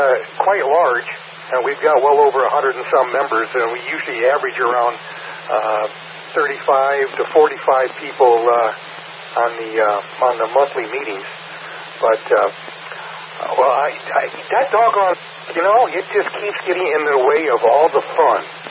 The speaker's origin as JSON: {"language": "English", "region": "Michigan", "country": "United States", "tie": "born or raised there", "said": "I was born and raised in Michigan."}